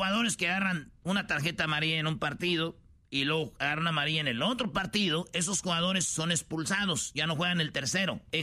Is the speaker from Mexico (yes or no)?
yes; Michoacán, Mexico